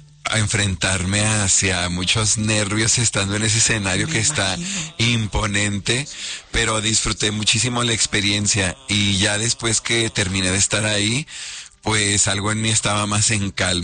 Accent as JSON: {"language": "Spanish", "town": "Torreón", "region": "Coahuila", "country": "Mexico", "moved": "as an adult", "said": "Ayer estaba contando los años que tengo aquí en la ciudad. Yo soy de Torreón, Coahuila. Tengo 15 años aquí."}